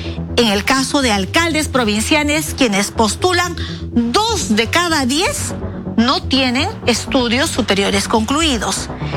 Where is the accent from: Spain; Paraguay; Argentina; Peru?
Peru